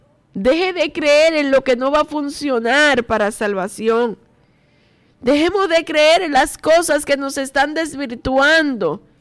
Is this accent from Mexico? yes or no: no; Dominican Republic